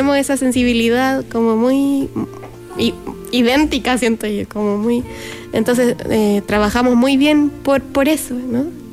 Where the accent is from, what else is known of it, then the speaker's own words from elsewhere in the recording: Santiago, Santiago Metropolitan Region, Chile; De Santiago, yo soy de Santiago Quinta Normal.